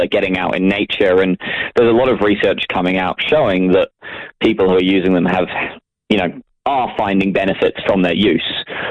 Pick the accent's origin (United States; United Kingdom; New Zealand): New Zealand; speaking from my own perspective as a Kiwi European.